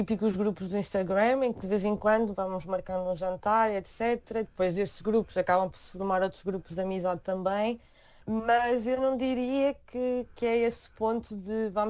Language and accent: Portuguese; Portugal; moved away as an adult; now in South Korea